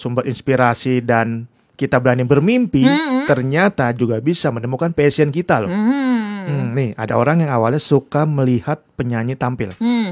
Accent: Java, Indonesia; Aku sebenarnya orang Jawa sih sebenarnya.

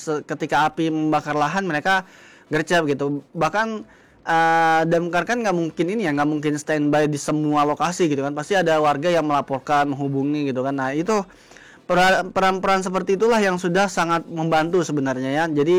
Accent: Kalimantan, Indonesia; kita warga Kalimantan tuh terbiasa

